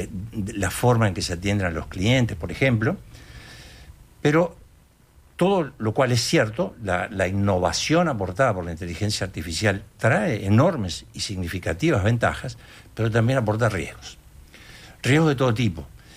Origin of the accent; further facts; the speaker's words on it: Uruguay; Yo soy uruguayo.